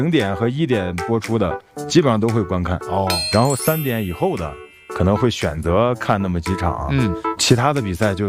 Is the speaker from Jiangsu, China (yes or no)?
no; Henan, China; 我是河南人。